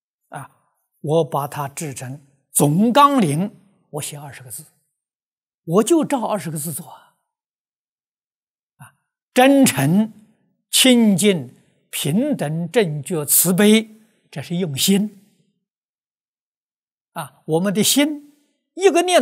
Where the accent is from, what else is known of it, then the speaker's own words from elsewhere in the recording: China; 我们中国人